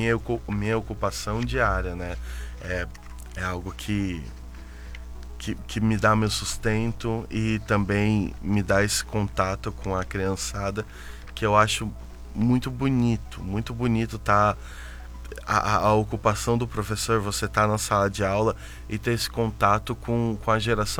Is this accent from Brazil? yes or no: yes; Florianópolis, Santa Catarina, Brazil; born there; also born or lived in Pato Branco / Alagoas / Paraíba; now in Joinville, Brazil; mas eu nasci em Florianópolis, mas também não tenho raiz em Florianópolis. Meus pais eram quase nômades, assim. A gente já morou desde Florianópolis até Pato Branco, até Alagoas e Paraíba.